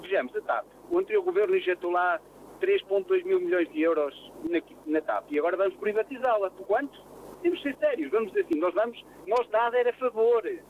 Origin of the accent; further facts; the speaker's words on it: Portugal; Enquanto nós, portugueses, não tivermos essa percepção do que é uma transmissão de Estado, vamos ter sempre um muro de lamentações.